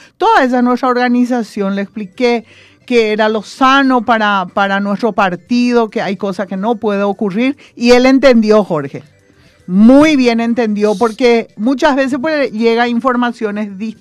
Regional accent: Pedro Juan Caballero, Amambay, Paraguay; born there; barrio guaraní. Y yo también estudié primer grado en la Escuela Perpetuo Socorro.

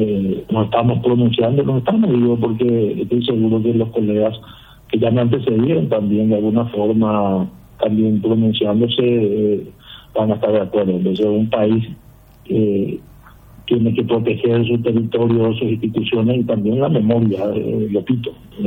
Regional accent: Paraguay

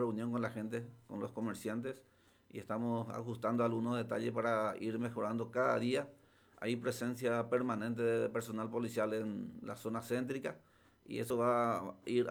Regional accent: Altos, Cordillera, Paraguay; now in Pedro Juan Caballero, Paraguay; Oriundo de la ciudad de Altos. Departamento de Cordillera.

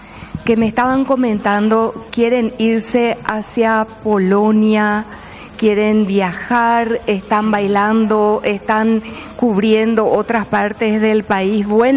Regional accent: Paraguay; somos paraguayos. Somos paraguayos los 365 días del año.

